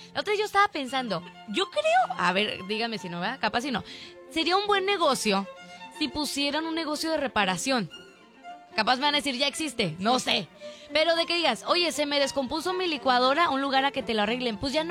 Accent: Mexico

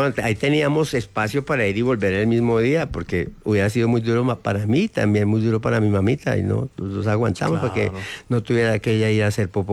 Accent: Tunja, Boyacá, Colombia; now in Bogotá, Colombia; Tunja es muy bonito y es mi tierra, pero era un pueblito así

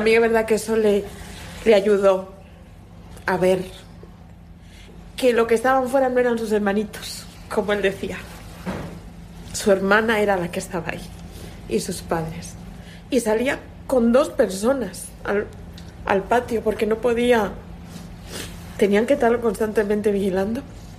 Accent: Dominican Republic; now in Spain; Yo soy de la República Dominicana. Llevo aquí casi 40 años. Más bien soy de aquí, no de allí.

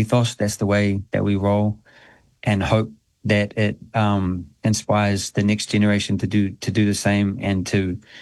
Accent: New Zealand; I always felt like a bit of an alien growing up in New Zealand, to be honest.

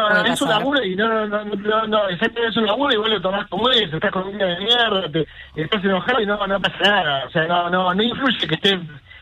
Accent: Bahía Blanca, Buenos Aires Province, Argentina; Yo cuando era chico en Bahía Blanca, que no teníamos un sobre partido al medio, y que mi vieja cocinaba y le ponía huevo

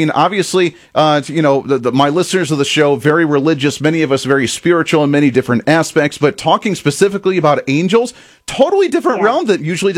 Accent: Ohio, United States; We had a house fire when I was growing up in Ohio.

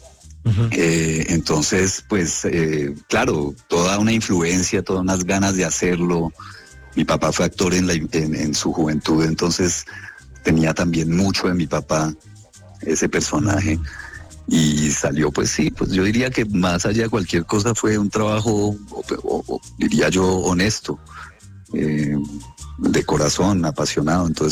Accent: Manizales, Caldas, Colombia; Yo me crié en Manizales en los 80s, entonces yo lo que vi fue Traquetos.

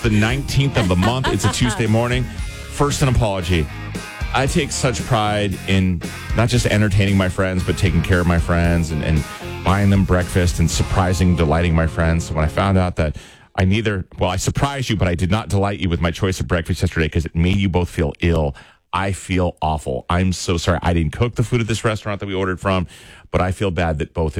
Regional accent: Maryland, United States; moved away; I grew up in Maryland.

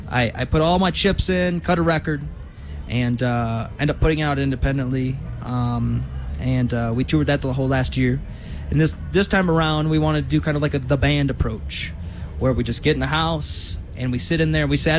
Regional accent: Michigan, United States; But I was from Michigan, and I love soul and rock.

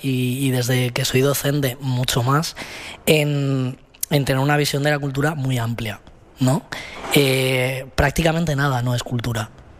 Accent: Rivas-Vaciamadrid, Community of Madrid, Spain; moved away as an adult; now in Madrid, Spain; yo he crecido en Covibar, en Rivas. Pero mi padre es de Canillejas y mi madre de San Blas, Simancas, por ahí. García Noblejas, esa zona. Y es donde yo vivo ahora, de hecho.

